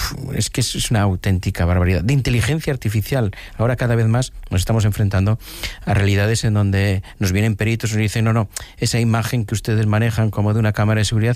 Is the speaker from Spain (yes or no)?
yes; Galicia, Spain; Yo soy gallego, aquí cualquier anciano cualquier anciana de mi pueblo te dice enseguida lo que tienes según lo que haces.